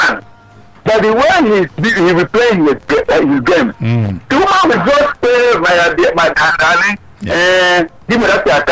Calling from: Anambra, Nigeria; okay, I'm from Anambra State.

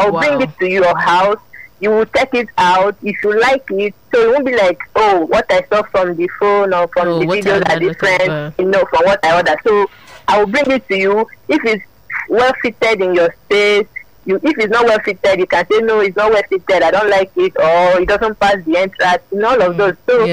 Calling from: Abuja, Federal Capital Territory, Nigeria; I'm calling from Abuja.

